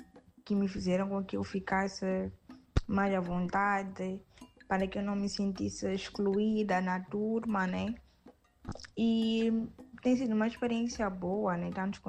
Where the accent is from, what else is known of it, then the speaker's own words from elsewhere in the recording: Mozambique; accent: Mozambican; moved away as an adult; now in Ceará, Brazil; sou moçambicana. Também o meu sotaque. Eu prezo muito para não perder o meu sotaque